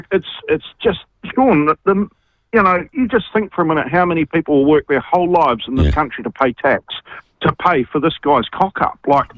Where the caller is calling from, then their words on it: New Zealand; as a citizen of New Zealand